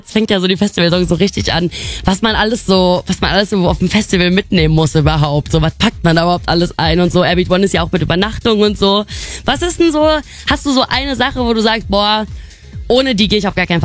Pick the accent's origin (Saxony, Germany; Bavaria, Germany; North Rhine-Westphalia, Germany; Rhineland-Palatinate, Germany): North Rhine-Westphalia, Germany; wie man in meiner Heimat dem Ruhrpott so schön sagt.